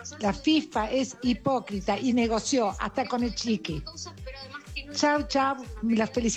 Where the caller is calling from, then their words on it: Buenos Aires, Argentina; soy de Saavedra.